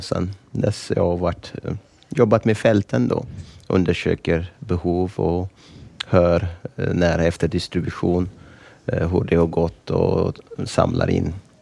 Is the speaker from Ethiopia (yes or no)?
yes; Ethiopia; Swedish is a second language; now in Sweden; jag är från Etiopien och har etiopisk bakgrund. Jag brukar kalla mig svensk pingsmissionsprodukt från Etiopien så jag är uppvuxen under kommunisttiden i Etiopien